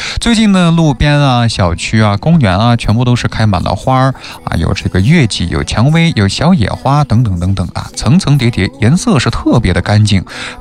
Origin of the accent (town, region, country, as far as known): Xinjiang, China